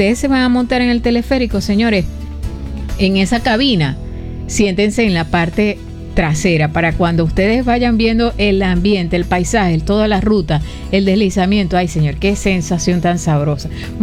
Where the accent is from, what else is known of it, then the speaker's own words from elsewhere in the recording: Venezuela; nosotros, los venezolanos